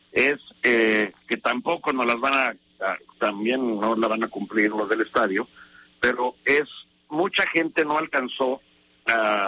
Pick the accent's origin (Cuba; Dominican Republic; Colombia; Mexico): Mexico; nuestra dignidad como mexicanos